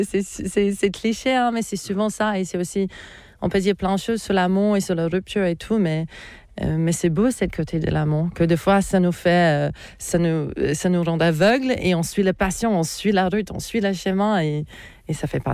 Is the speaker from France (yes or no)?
no; Australia; moved away as an adult; Je suis née en Australie, j'ai grandi en Australie. Mais j'étais dans cette culture polonaise et donc j'avais toujours envie de partir de l'Australie